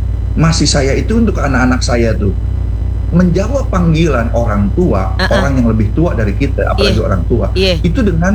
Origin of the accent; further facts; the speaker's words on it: Jakarta, Indonesia; accent: Betawi; Dan saya di rumah ya pakai bahasa Betawi supaya supaya nggak menghilangkan budaya.